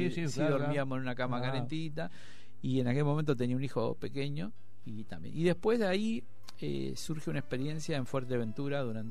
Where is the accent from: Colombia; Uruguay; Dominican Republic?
Uruguay; now in Spain; yo sobre todas las cosas soy uruguayo. Y convivo con los españoles